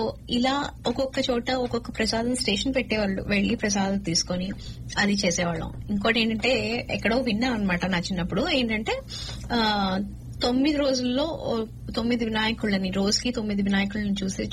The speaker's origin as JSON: {"language": "Telugu", "town": "Hyderabad", "region": "Telangana", "country": "India", "tie": "born or raised there", "said": "నా చిన్నప్పుడు గుర్తండి, హైదరాబాద్ లో ఉన్నప్పుడు"}